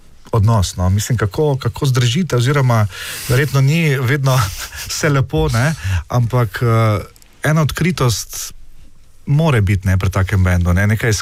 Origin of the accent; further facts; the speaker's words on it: Styria, Slovenia; ni, kot rečemo Štajerci, tu ni zajmancija, ne.